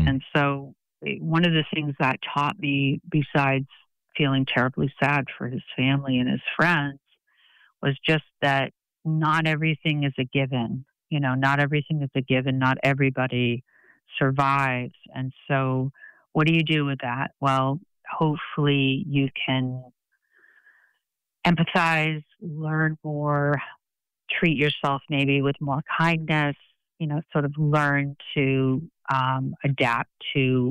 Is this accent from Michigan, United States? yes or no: no; Boston, Massachusetts, United States; also born or lived in Andover / Brookline; You know, I was born in Boston and then lived in Andover, Mass for a while. And then my mom moved back to Brookline, and we lived near Fenway Park, which was cool.